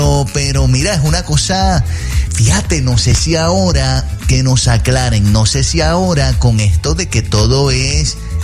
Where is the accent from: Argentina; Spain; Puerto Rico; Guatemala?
Puerto Rico; Bayamón; de donde yo soy, allá en Bayamón, yo no lo vi. Yo estudié en la intermedia y en la escuela superior en Cacique Guaybana, en Bayamón.